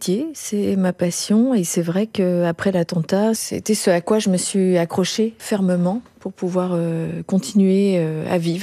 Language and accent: French; Auvergne-Rhône-Alpes, France; comme je suis de Haute-Savoie